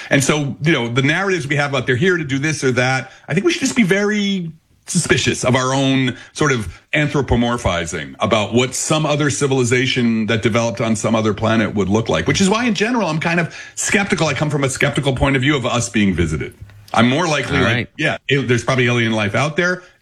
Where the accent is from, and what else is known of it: Belleville, New Jersey, United States